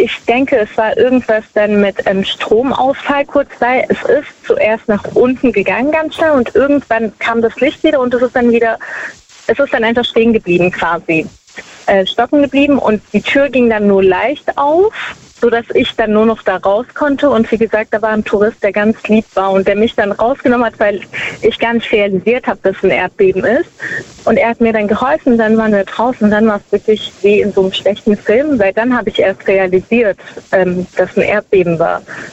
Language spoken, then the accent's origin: German; Baden-Württemberg, Germany; Ich komme aus der Nähe von Stuttgart.